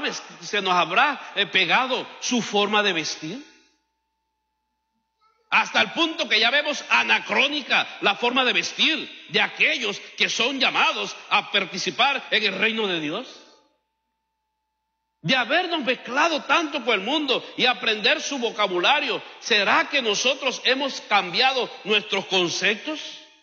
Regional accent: Cuba; now in United States

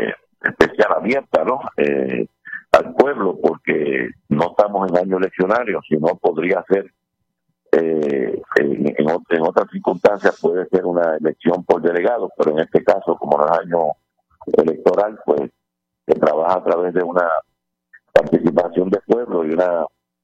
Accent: Cataño, Puerto Rico; Esa cosa intensa de ser de Cataño y de haber nacido y criado en Cataño, ese orgullo brutal que yo lo tengo en San Juan

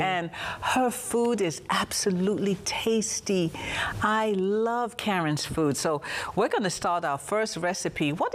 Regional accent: Brooklyn, New York, United States; I'm from Brooklyn.

